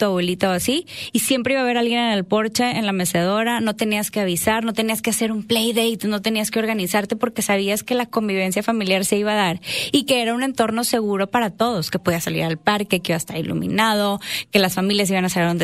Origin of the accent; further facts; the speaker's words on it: Salinas Victoria, Nuevo León, Mexico; moved away as an adult; now in Monterrey, Mexico; Yo nací aquí en Monterrey. Toda mi infancia viví en Salinas Victoria. La familia de mi papá es de Salinas, mi mamá de Monterrey. La convenció, se casó, se fue a vivir para allá y ahí crecí. En carrera me vine a vivir para acá